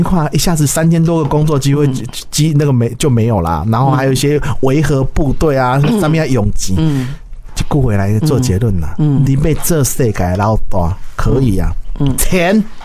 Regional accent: Taiwan

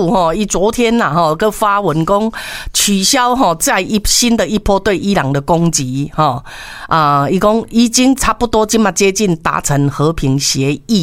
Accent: Taiwan; 我们中国，我们是台湾的，嘿。

